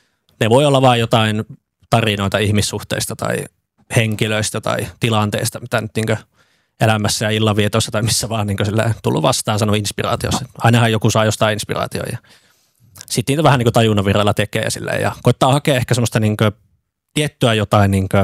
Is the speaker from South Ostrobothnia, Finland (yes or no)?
no; Kokkola, Central Ostrobothnia, Finland; moved away; Joo, että tosiaan Kokkolastahan ollaan kotoisin alun perin ja sitten ollaan tänne muutettu opiskelemaan.